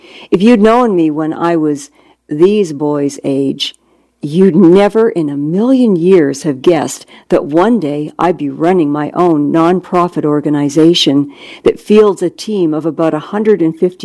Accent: Compton, California, United States; I grew up in Compton, south of L.A., raised by a single mom with 3 kids.

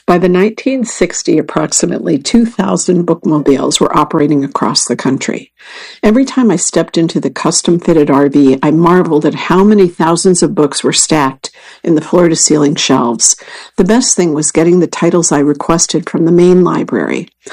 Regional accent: Owensboro, Kentucky, United States; Owensburg, Kentucky. There's a landmark in my hometown, Owensburg, Kentucky, Wonder Whip, a 1950s-era hamburg and ice cream stand.

